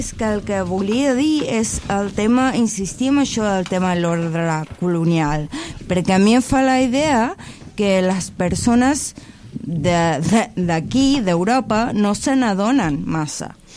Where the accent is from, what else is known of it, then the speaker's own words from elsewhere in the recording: Chile; moved away; soc americana, bueno, soc de Xile.